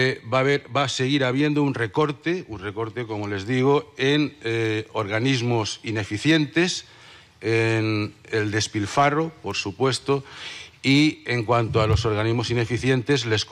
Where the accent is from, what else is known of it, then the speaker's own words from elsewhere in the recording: Valencian Community, Spain; De hecho, somos los valencianos.